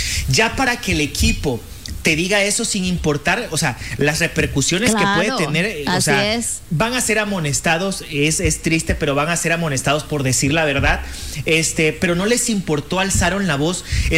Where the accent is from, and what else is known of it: Mexico